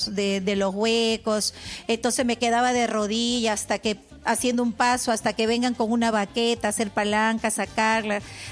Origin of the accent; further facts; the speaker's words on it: Flor de Punga, Loreto, Peru; born there; moved away; also born or lived in Iquitos / Lima; yo he vivido solo 6 años en Iquitos. Yo he vivido más en mi pueblo, en Flor de Punga, que está a 2 días y medio en lancha y a 16 horas en rápido. Y 9 meses en el pueblo y 3 meses aquí en Lima.